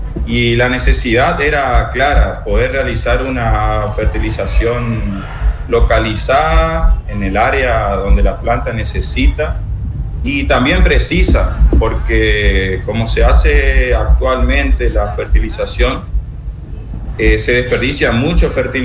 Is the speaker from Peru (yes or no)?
no; Santa Lucía, Corrientes, Argentina; now in Resistencia, Argentina; Yo soy oriundo de Corrientes, Santa Lucía, pero bueno, estoy viviendo acá hace 10 años en Resistencia Chaco.